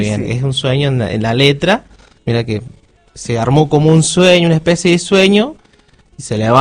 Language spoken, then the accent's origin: Spanish; San Luis, Argentina; moved away; also born or lived in La Pampa